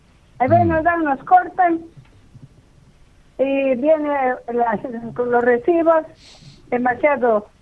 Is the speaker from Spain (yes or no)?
no; Huancavelica, Peru; moved away; que fue a mi tierra, Huancavelica